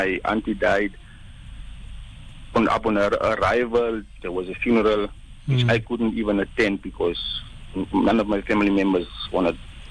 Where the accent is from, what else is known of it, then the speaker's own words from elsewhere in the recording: Windhoek, Khomas, Namibia; in my hometown, but I mean, the capital city